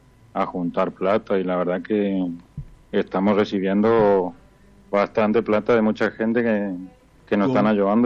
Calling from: Riachuelo, Corrientes, Argentina; Soy de Riachuelo Corrientes, señor.

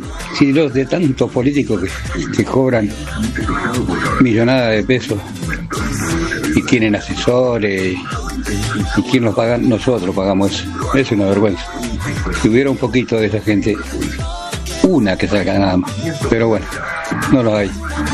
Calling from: Pilar, Buenos Aires Province, Argentina; Buen día, don Mancini. … de Pilar. Siempre escuchando Continental.

